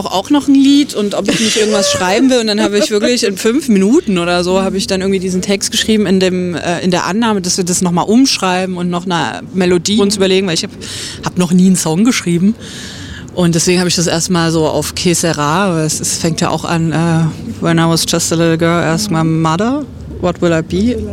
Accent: Dresden, Saxony, Germany; ich bin halt in Dresden aufgewachsen

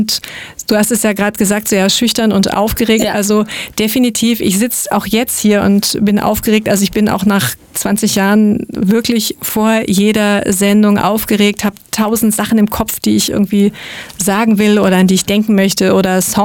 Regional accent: Schwäbisch Hall, Baden-Württemberg, Germany; born there; moved away; ich bin gebürtige Schwäbisch-Hallerin

